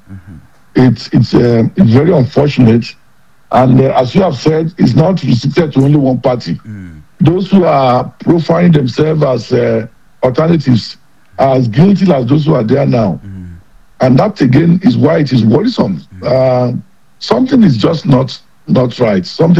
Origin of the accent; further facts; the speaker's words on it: Nigeria; As a Nigerian